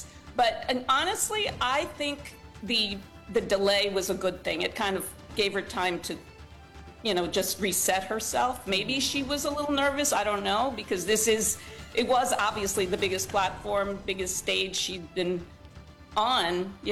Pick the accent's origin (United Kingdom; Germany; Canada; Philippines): Philippines; another Filipina